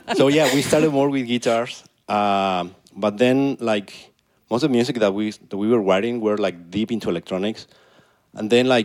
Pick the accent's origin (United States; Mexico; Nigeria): Mexico; moved away as an adult; Well, as you can see, I mean, I grew up in Mexico, she grew up in China. We come up both us over 18 years old, so we have